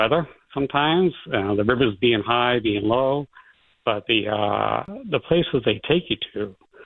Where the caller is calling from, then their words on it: Plymouth, Massachusetts, United States; from Plymouth.